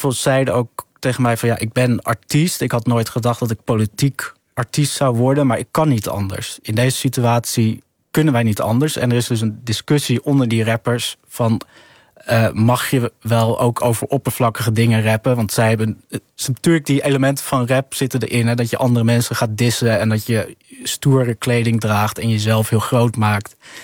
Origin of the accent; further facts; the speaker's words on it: Sudan; moved away; een bewerking van een heel oud Soedanees nummer over mijn thuisland, de goede dagen in mijn thuisland.